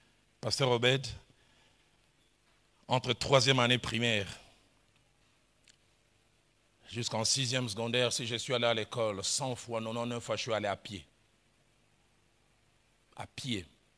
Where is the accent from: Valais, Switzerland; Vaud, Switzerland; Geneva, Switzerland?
Vaud, Switzerland; Lausanne; j'ai grandi à Lausanne.